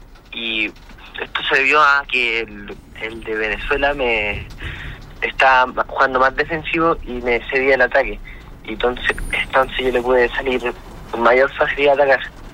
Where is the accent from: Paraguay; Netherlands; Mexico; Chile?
Chile; Chillán Viejo, Ñuble; also born or lived in Concepción; Sí, nací en Conce, pero me crié acá, en Chillán Viejo.